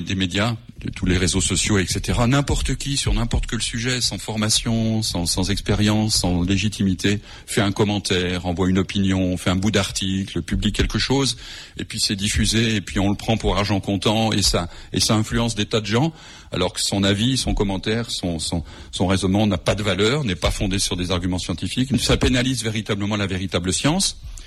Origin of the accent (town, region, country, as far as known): Lyon, Auvergne-Rhône-Alpes, France